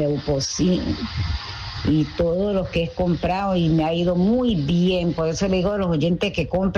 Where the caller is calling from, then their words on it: Antioquia, Colombia; Yo soy de la zona Urabá